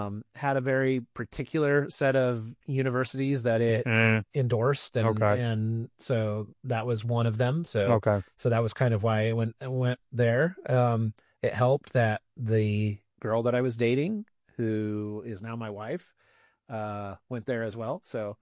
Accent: California, United States; I'm a native from California

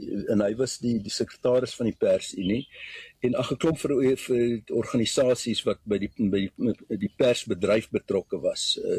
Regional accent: Johannesburg, Gauteng, South Africa; moved away as an adult; also born or lived in Queenstown / Alberton; paar jaar was in Alberton, toe ons 4 jaar, tot so omtrent 4 jaar, en toe het ons Linden toe getrek, en toe in Linden gewees tot ek matriek geskryf het en ek die wêreld ingevaar het.

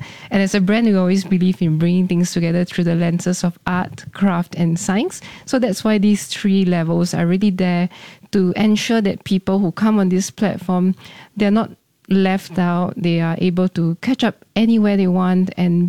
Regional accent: Singapore; Because growing up in Singapore, we are very used to our kopi C, kopi O, and those coffees are a different character.

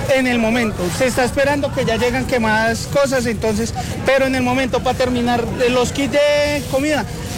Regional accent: Tolima, Colombia; also born or lived in Cundinamarca; Nací en Cundinamarca, pero me crié en el Tolima.

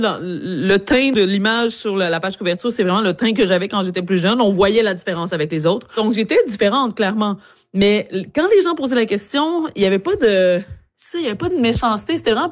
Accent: Ascot Corner, Quebec, Canada; also born or lived in Madagascar / India; moi, je viens de Ascot Corner, je viens de Majenga à Madagascar, je viens de Bejuka en Inde, puis je me retrouve en Madagascar

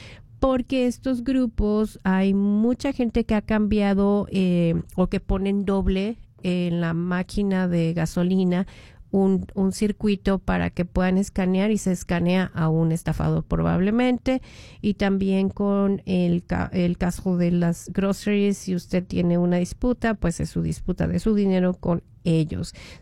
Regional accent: Mexico; Él es ecuatoriano, yo soy mexicana y hoy juega mi México y su país

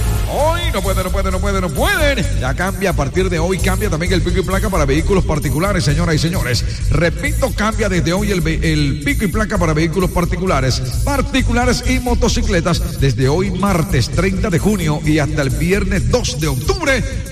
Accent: Colombia

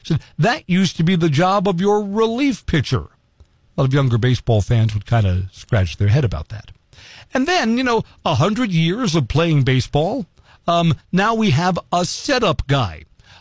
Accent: Connecticut, United States; born there; also born or lived in Brooklyn, New York; When I was a kid, that is when I moved from Brooklyn to the suburbs of Connecticut

